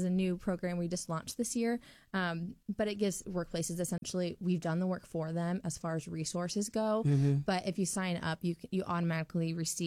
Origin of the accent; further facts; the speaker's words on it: West Des Moines, Iowa, United States; I was born and raised in West Des Moines.